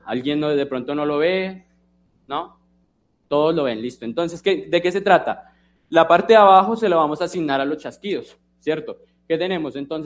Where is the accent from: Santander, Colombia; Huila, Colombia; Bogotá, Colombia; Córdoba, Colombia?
Bogotá, Colombia; la verdad.